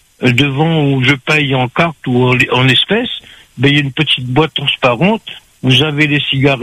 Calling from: Perpignan, Occitanie, France; Mais chez moi, à Perpignan, dans tous les bureaux de tabac

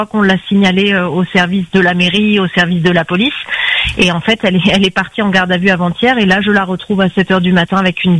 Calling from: Saint-Pierre, Réunion; j'habite à Saint-Pierre en centre-ville près du front de mer

